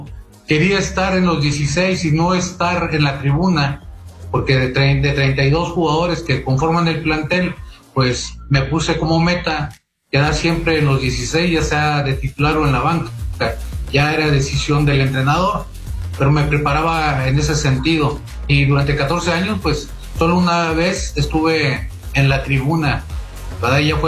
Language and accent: Spanish; Saltillo, Coahuila, Mexico; Aunque tenía 9 años, y la primera vez que salí de Saltillo y fui a un estadio allá en Monterrey